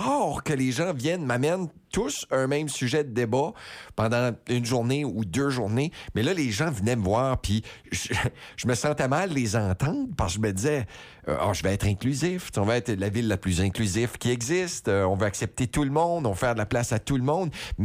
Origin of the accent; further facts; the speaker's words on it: Dieppe, New Brunswick, Canada; Moi, j'ai été élevé à Dieppe. On est arrivé en 93-94. J'ai fait mon Mathieu Martin. Mon Dieppe était francophone.